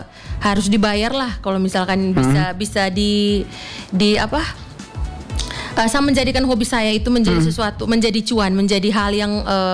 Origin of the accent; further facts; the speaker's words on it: Flores, East Nusa Tenggara, Indonesia; kita orang Flores, orang Timur